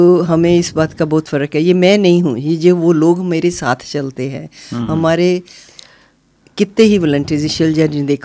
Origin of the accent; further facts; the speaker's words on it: Chandigarh, India; now in Sydney, Australia; मैं चंडीगढ़ से आई थी तो हमारे पास तो मास्टर्स ऑनर्स में है